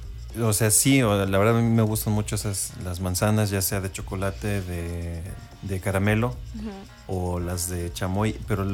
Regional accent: Tlatlauquitepec, Puebla, Mexico; born there; now in Teziutlán, Mexico; en Tlatlauqui, allá en mi pueblo

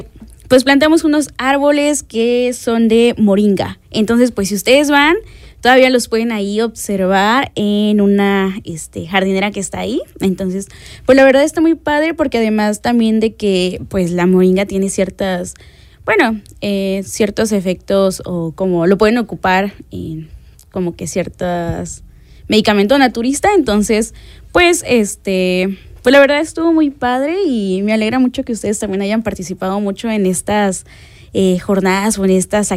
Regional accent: Amatitlán, Guatemala Department, Guatemala; al igual en mi comunidad, yo soy de Amatitlán, entonces también en su momento hubo como tipo un... como una actividad en la cual pues las personas del pueblo iban a plantar

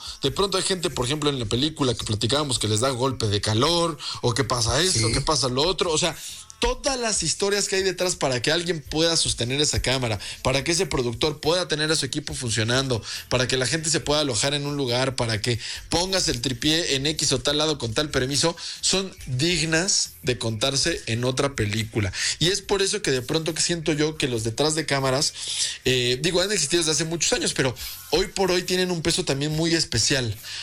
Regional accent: Mexico; soy mexicano y sí puedo, ¿no?

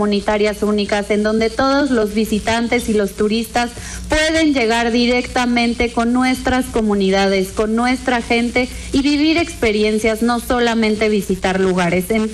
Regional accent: Puebla, Mexico; a nosotros mismos como poblanas y poblanos.

